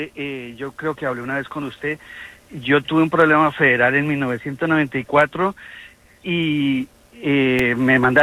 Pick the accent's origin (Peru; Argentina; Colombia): Colombia; moved away; Y he salido para mi país, que soy colombiano, he ido y vuelta.